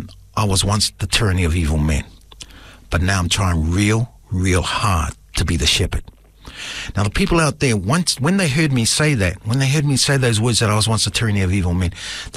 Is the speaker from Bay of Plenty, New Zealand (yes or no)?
yes; Whakatane, Bay of Plenty, New Zealand; born there; also born or lived in Matata; I was born in Whakatane.